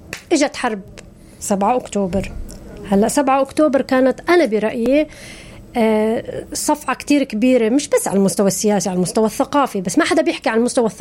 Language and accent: Arabic; West Bank, Palestine; أنا كفلسطينية